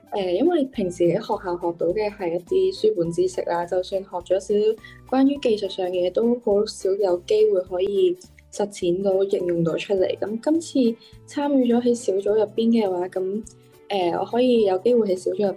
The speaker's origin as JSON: {"language": "Cantonese", "country": "Hong Kong", "said": "我系嚟自香港嘅实习生"}